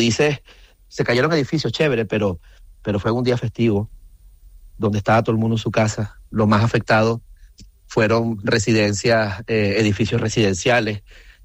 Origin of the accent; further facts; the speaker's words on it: Venezuela; nosotros como venezolanos que somos